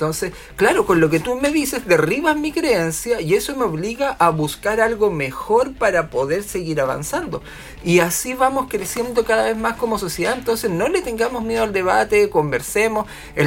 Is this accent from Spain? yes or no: no; Chile